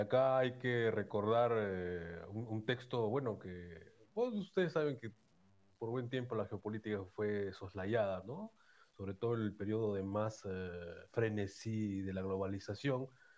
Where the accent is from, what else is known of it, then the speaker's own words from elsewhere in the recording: Peru; como peruano en nuestra América, en Sudamérica